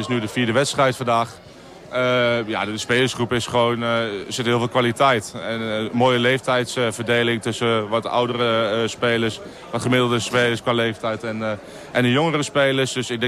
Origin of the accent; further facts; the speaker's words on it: Enschede, Overijssel, Netherlands; moved away as an adult; now in Zwolle, Netherlands; Ik kom uit Enschede. Ik ben 2 jaar geleden verhuisd naar Zwolle. Daar voor mijn werk. Ik woon inmiddels samen met mijn vriendin uit Zwolle.